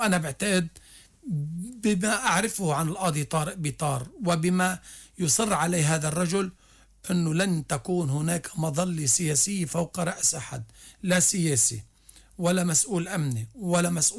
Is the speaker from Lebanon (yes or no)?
yes; Lebanon; أنا كمواطن لبناني ومسلم